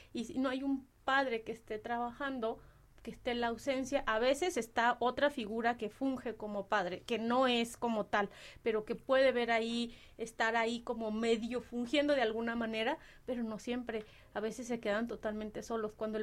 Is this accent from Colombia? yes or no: no; Uruapan, Michoacán, Mexico; yo soy de Uruapan